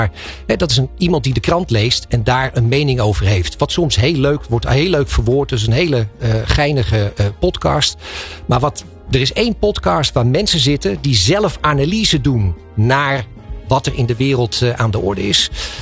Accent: Schagen, North Holland, Netherlands; En ik ben opgegroeid in Schagen.

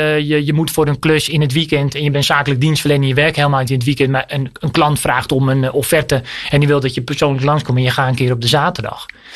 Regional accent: North Holland, Netherlands

